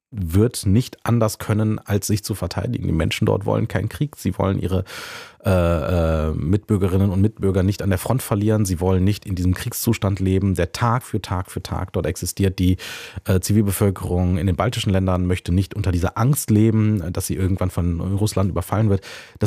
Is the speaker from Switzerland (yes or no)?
no; Germany; Also wir als Deutsche.